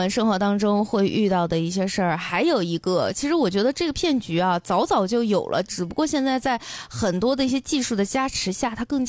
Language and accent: Chinese; Northeast China, China; 我一个东北人